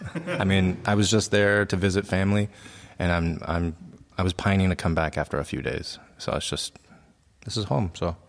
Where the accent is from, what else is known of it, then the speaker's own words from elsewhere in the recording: United States; now in Berlin, Germany; I'm from the States, and I work here in Berlin.